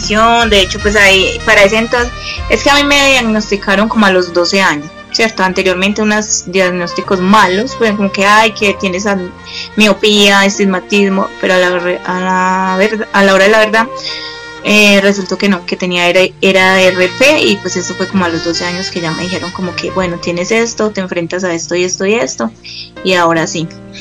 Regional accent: Medellín, Antioquia, Colombia; Soy de Colombia, específicamente de Medellín.

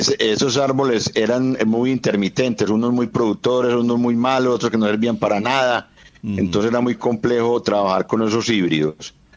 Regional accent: Amagá, Antioquia, Colombia; now in Maceo, Colombia; yo vengo de Amagá, un municipio cafetero

